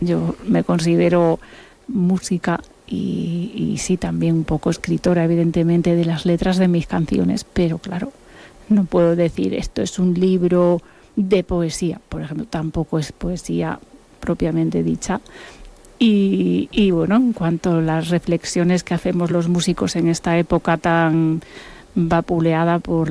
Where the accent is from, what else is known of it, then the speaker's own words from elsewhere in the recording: Buenos Aires, Argentina; born there; first language Spanish; El castellano, que es mi lengua madre. El gallego, que por casi no lengua madre, diríamos lengua abuela, porque uh-huh. Yo nací en Buenos Aires